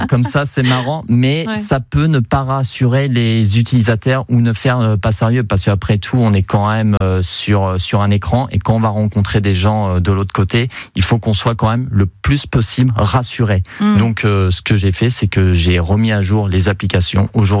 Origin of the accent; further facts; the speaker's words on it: Normandy, France; je suis originaire de Normandie